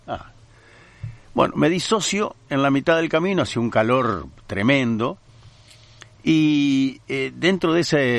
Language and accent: Spanish; Colón, Montevideo, Uruguay; Digo, yo soy de Colón, pero me he disociado y me siento de Tacuarembó.